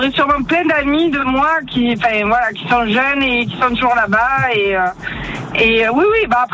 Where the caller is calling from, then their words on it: Saint-Rémy-de-Provence, Provence-Alpes-Côte d'Azur, France; Alors je suis à Saint-Rémy-de-Provence, pour être exact.